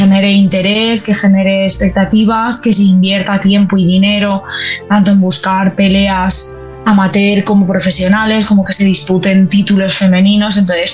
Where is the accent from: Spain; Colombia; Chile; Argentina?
Spain; Valencia, Valencian Community; vengo de Valencia, del River Team